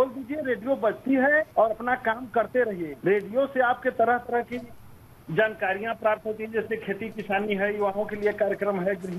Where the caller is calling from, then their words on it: Lakhanpura, Uttar Pradesh, India; हम लखनपुरा से बोल रहे हैं, जो सोनभद्र जिले में है, रावर्स जंग तहसील में।